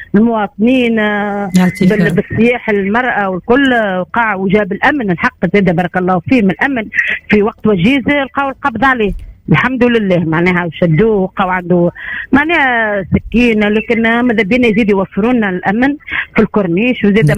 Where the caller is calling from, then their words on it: Sfax, Sfax Governorate, Tunisia; من صفاقس.